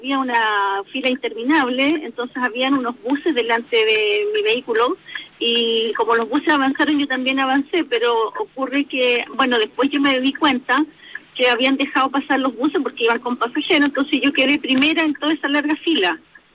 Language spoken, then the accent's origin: Spanish; Santiago, Santiago Metropolitan Region, Chile; Vamos viajando a Santiago, porque nosotros somos de acá de Santiago.